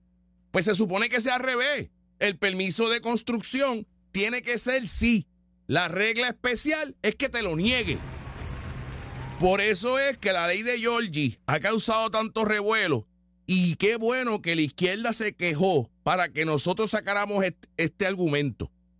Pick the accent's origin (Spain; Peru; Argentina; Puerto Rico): Puerto Rico; si yo vivo en Puerto Rico y soy legal, soy ciudadano, soy estadounidense, soy americano y vivo en Puerto Rico